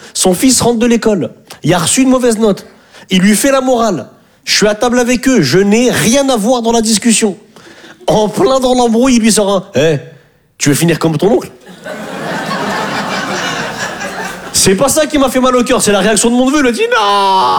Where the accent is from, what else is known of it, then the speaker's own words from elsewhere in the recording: Hauts-de-France, France; now in Paris, France; Moi, je suis un ch'ti. Je viens du nord de la France.